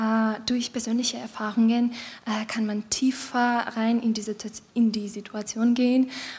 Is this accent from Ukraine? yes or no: yes; Mariupol, Donetsk Oblast, Ukraine; German is a second language; moved away; ich komme aus der Ukraine